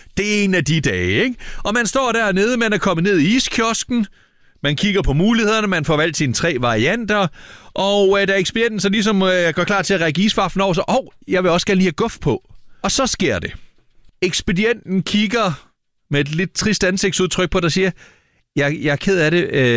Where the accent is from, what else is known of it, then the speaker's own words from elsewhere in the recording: Lemvig, Central Denmark Region, Denmark; ude i del af Vestjylland, hvor jeg kommer fra. Jeg er jo fra Lemvig-området